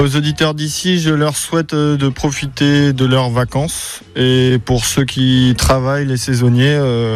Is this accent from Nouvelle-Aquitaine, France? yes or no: yes; Biarritz, Nouvelle-Aquitaine, France; je viens de Biarritz